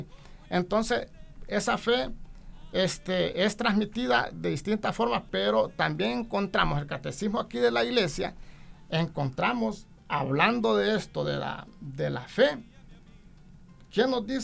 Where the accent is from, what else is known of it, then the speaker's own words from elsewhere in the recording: Pespire, Choluteca, Honduras; yo soy de Pespire, una comunidad bastante lejana, rural